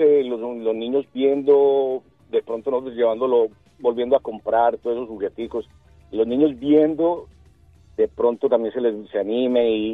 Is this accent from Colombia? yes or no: yes; Medellín, Antioquia, Colombia; moved away as an adult; also born or lived in Don Matías, Colombia; yo soy nacido en Don Matías... Criado hasta la juventud en Medellín y después el resto de mi vida aquí.